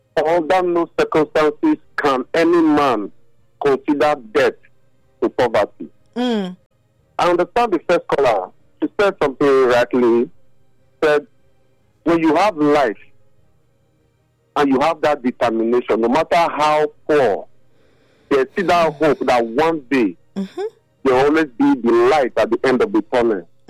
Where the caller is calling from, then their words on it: Benin; I'm calling from Benin.